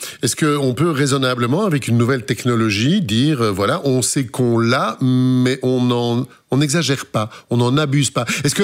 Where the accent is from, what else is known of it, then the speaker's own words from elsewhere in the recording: Brussels, Belgium; ça s'entend que je viens de Bruxelles